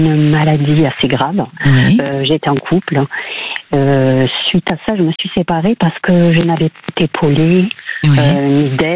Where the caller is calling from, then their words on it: Bagnères-de-Bigorre, Occitanie, France; De Bagnères-de-Bigorre